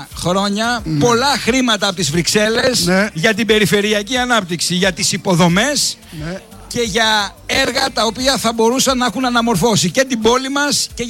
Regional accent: Athens, Attica, Greece; born there; Λοιπόν, εγώ γεννήθηκα στην Αθήνα.

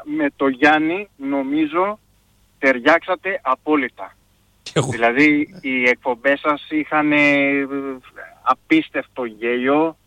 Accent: Central Greece, Greece; Εγώ είμαι από την Εύβοια, καταγωγή.

